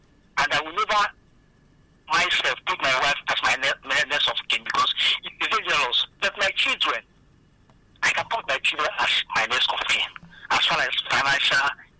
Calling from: Enugu, Enugu State, Nigeria; I'm calling from Enugu.

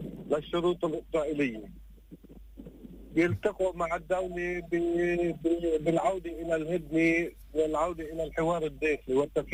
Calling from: Hasbaya, Nabatieh Governorate, Lebanon; من القصير حصبيا.

